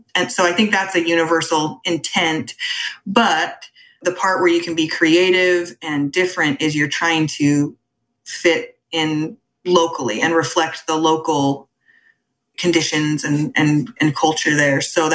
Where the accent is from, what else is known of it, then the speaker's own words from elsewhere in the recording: Western and Midwestern United States, United States; now in Florida, United States; I'm a bit of a nomad. I'm from the Western and Midwestern United States. I've bounced around a lot, but I met and married a Florida boy.